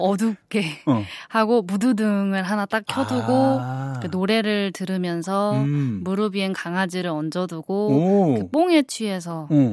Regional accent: Jeonju, North Jeolla, South Korea; 여기서 태어나서 네, 쭉 전주에서 살고 있습니다.

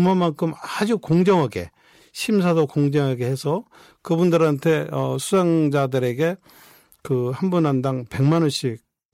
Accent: South Korea; 근데 저는 대한민국 사람이라는 게 너무 행복하더라고요.

